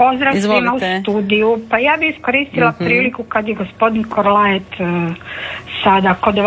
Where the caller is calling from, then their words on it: Zagreb, City of Zagreb, Croatia; Ja sam stara Zagrepčanka